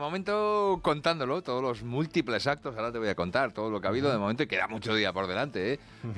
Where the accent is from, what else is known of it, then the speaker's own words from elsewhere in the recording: Madrid, Community of Madrid, Spain; Gato. Mis cuatro abuelos eran de Madrid.